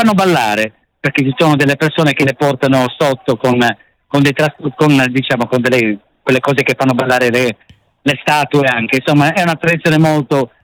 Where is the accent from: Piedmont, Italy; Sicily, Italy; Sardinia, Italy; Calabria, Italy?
Sardinia, Italy; Alghero; Alghero che è catalana, io sono di Alghero, super catalana